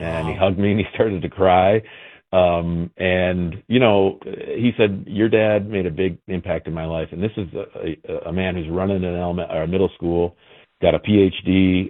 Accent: Kalamazoo, Michigan, United States; born there; I was born in Kalamazoo. My dad was an immigrant and my mom was a poor kid from Battle Creek

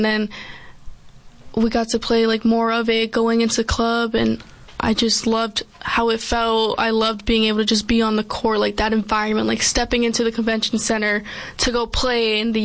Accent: Aiea, Hawaii, United States; moved away as an adult; now in Arizona, United States; I was living there my whole entire life, and then wound it up here.

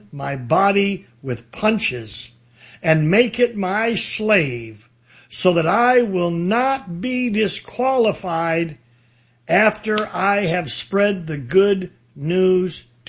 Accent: Detroit, Michigan, United States; I come from Detroit

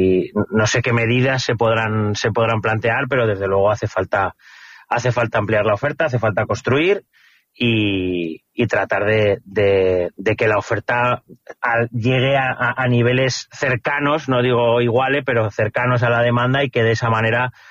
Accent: Madrid, Community of Madrid, Spain; born there; now in Calatayud, Spain; Yo no soy de Calatayud, originario de Calatayud. Sí que tenía familia y yo realmente he nacido en Madrid. Llevo aquí aproximadamente pues casi 10 años

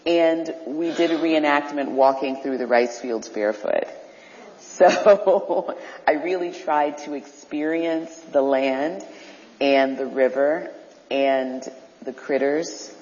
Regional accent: Colleton, South Carolina, United States; Well, we're from Colleton, South Carolina, which is the next county over.

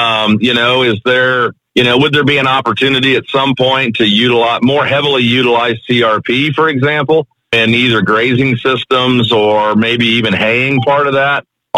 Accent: Missouri, United States; you know, I'm from Northwest Missouri and, you know, we'll certainly have our dry periods, you know, in the summertime, but we seem to always have leftover hay.

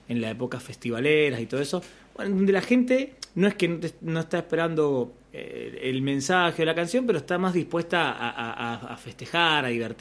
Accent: Mendoza, Argentina; soy mendocino

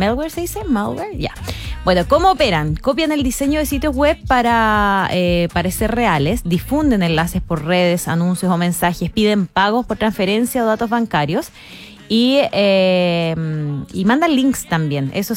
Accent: Chile; Sí, porque somos futboleros los chilenos, pues.

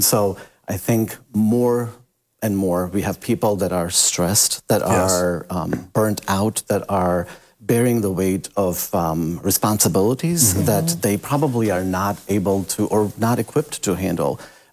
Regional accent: India; Yeah, I'm Indian by origin.

